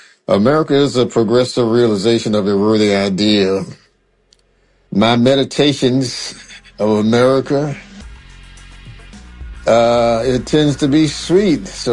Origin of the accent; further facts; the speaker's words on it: Savannah, Georgia, United States; I was born and raised here in Lady Street, Savannah, Georgia, November the 20th, 1945, in the Charity Hospital.